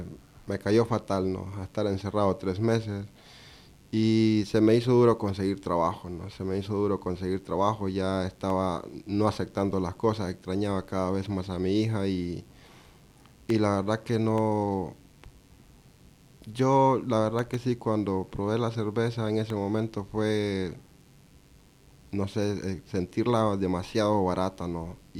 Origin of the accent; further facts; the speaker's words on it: Nicaragua; moved away as an adult; now in Spain; creí que iba a volverme a Nicaragua